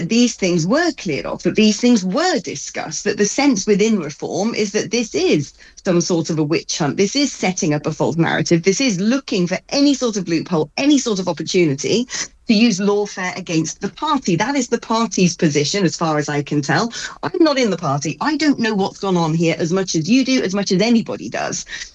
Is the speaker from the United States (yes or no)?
no; United Kingdom; as British people.